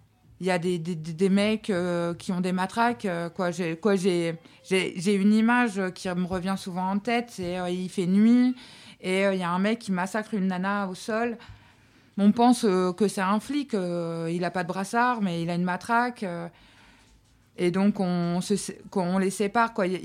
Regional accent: Amiens, Hauts-de-France, France; moi, je suis amiénoise.

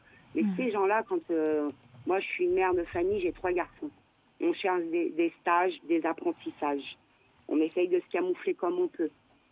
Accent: France; d'années qu'on vit ça en tant que pointé du doigt, en tant qu'ethnique, en tant que voyageur, et pourtant qu'on est français.

